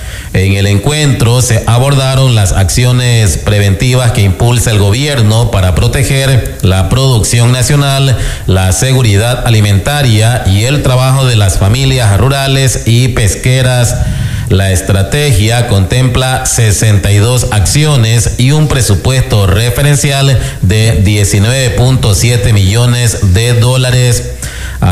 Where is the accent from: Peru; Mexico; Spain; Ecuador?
Ecuador; Así somos los ecuatorianos